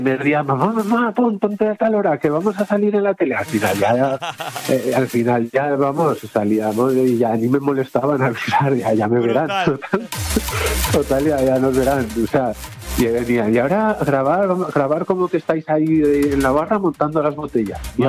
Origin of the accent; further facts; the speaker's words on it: Aragon, Spain; now in Valencia, Spain; Un saludo a todos mis paisanos aragoneses